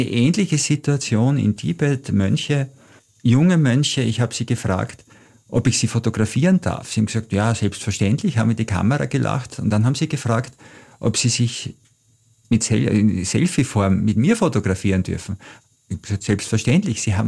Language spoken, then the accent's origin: German; Austria; Ich komme aus Austria. No kangaroos, but Arnold Schwarzenegger.